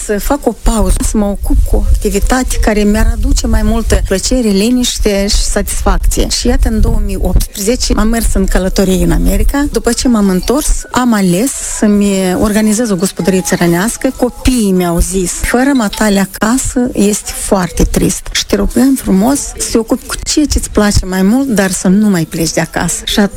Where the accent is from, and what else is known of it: Moldova